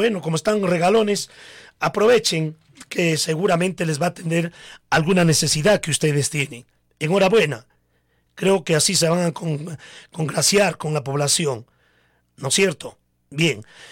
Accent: Pinagua, Ayacucho, Peru; a mi pueblo de Pinagua

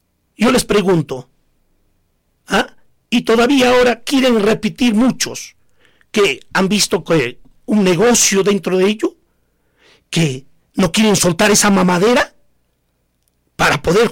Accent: Coracora, Ayacucho, Peru; mi pueblo de Coracora

